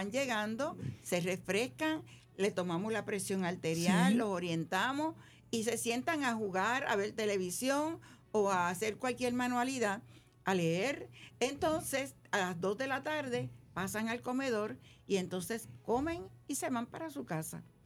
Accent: Puerto Rico; estamos ubicados en la calle Asunción 391 en Puerto Nuevo, en la capital de nuestra querida isla de Puerto Rico.

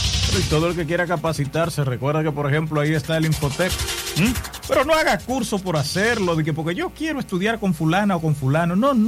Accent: Dominican Republic

